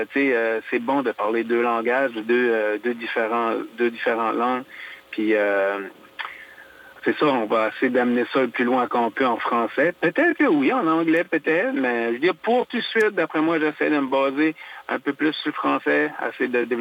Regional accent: Acadia, Canada; on est acadien, mais on a beaucoup d'influence anglaise aussi.

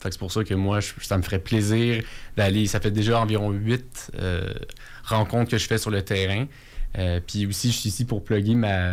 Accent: Montreal, Quebec, Canada; moved away as an adult; now in Quebec City, Canada; je suis un gars de Montréal. Ça fait environ 4 ans que je suis à Québec, puis j'adore ça. Je suis pas sur le point de retourner dans la grande ville.

